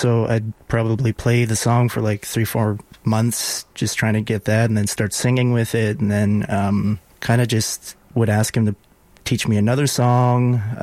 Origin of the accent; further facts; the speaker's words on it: Wabasca, Alberta, Canada; So I grew up in Wabasca. It's about 3 hours north of Edmonton, a little small town, a little bit of municipality, a little bit of reserve.